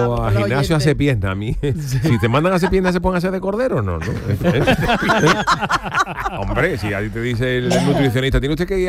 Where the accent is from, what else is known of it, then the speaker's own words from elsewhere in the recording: Cádiz, Andalusia, Spain; born there; yo nací dentro de la Plaza San Juan de Dios, al lado del ayuntamiento. Entonces yo puedo decir, yo soy de Cádiz, pero yo toda la vida he vivido fuera.